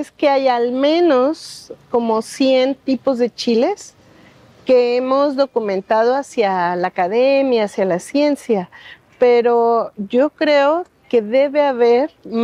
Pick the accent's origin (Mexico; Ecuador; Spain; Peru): Mexico; Veracruz; mi cultura, mi familia, venimos de la Huasteca Veracruzana